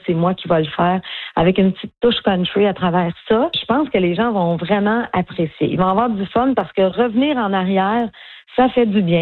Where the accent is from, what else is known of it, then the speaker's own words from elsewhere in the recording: Normandin, Quebec, Canada; Le Clairon, c'est un bar où je travaillais quand j'étais jeune, au Lac Saint-Jean, à Normandin.